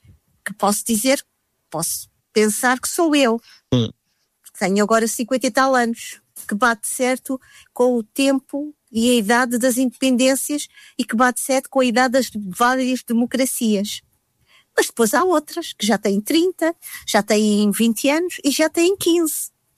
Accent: Portugal; Nós somos portugueses, tão portugueses como estas pessoas.

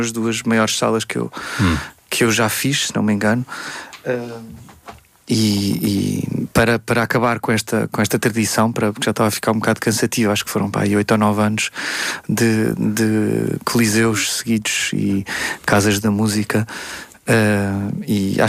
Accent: Coimbra, Centro, Portugal; em Coimbra, São Francisco, no Convento de São Francisco, na minha cidade natal.

